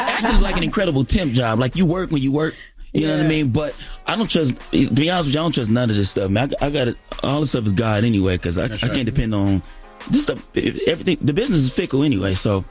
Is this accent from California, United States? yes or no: yes; Los Angeles, California, United States; L.A. I'm from South Central L.A.